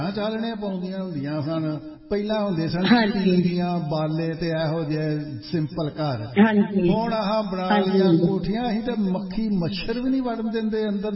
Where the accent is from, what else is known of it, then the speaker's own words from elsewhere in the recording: Batala, Punjab, India; ਸਾਡਾ ਜਿਹੜਾ ਪਿੰਡ ਹੈ ਨਾ, ਸਾਡਾ ਪਿੰਡ ਹੈ ਬਟਾਲੇ ਦੇ ਲਾਗੇ ਕਾਨੂੰ ਆਉਣ ਵਾਲੀ ਸੜਕ